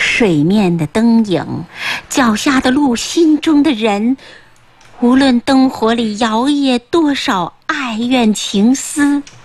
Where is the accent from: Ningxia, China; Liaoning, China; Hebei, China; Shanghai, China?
Liaoning, China; Jinzhou; 我们家乡的夜景也特别美嘛，看东湖啊、夜市啊，还有那个古塔公园，它那个灯都特别美。